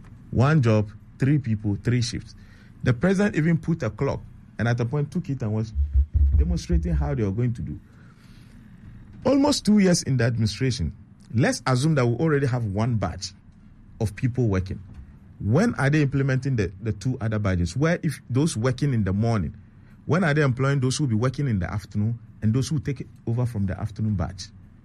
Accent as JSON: {"language": "English", "region": "Upper West", "country": "Ghana", "tie": "born or raised there", "said": "Farmers from my hometown in Upper West, who have farmed throughout the farming season and have their farm produce lying there"}